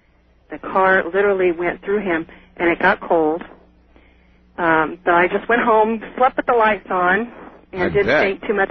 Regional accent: Salinas, California, United States; moved away; Well, I moved from Salinas about 5 years ago.

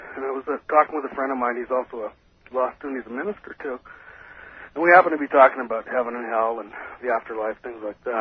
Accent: Kodiak, Alaska, United States; now in Madison, United States; I'm originally from Kodiak, Alaska.

